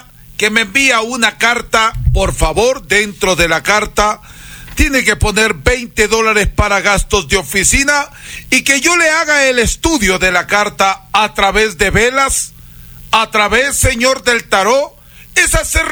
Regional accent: Huancabamba, Piura, Peru; soy huancabambino peruano

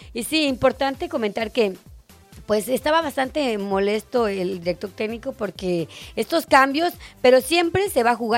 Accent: Mexico; somos mexicanos y vamos a ser realistas

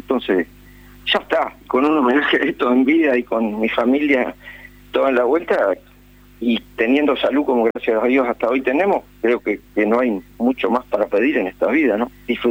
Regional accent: Mazangano, Cerro Largo, Uruguay; also born or lived in Melo; Nosotros, yo me crié en Mazangano, después ya más grande, mis hermanas, cuando nos vivimos a vivir a Melo, por temas de liceo y otras cosas, se criaron acá. Pero yo fui criado en campaña, en Mazangano

